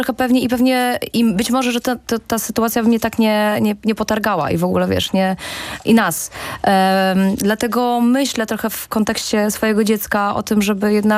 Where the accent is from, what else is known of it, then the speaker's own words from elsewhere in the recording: Warmian-Masurian Voivodeship, Poland; Ja mieszkałam, właśnie pochodzę z małego miasta, z pod Olsztyna.